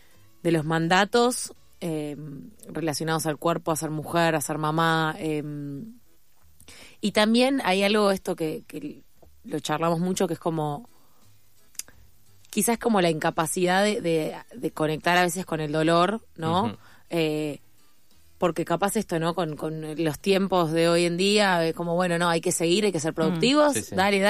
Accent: San Isidro, Buenos Aires Province, Argentina; Yo soy de San Isidro.

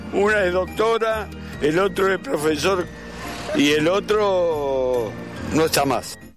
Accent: Lanús, Buenos Aires Province, Argentina; Yo nací en el año 44 y nací en Lanús.

